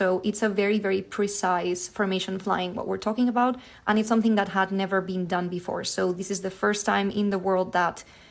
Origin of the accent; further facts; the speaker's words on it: Spain; because I am from Spain.